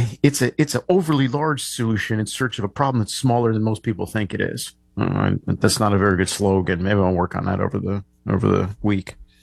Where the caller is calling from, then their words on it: Massachusetts, United States; I'm calling from Massachusetts.